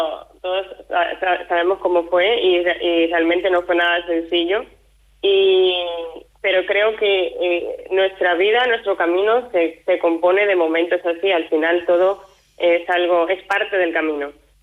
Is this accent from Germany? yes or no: no; Cuba; moved away as an adult; now in Logroño, Spain; tengo 27 años, llegué a España, bueno, soy cubana, llegué a España en plena pandemia, en noviembre del 2020.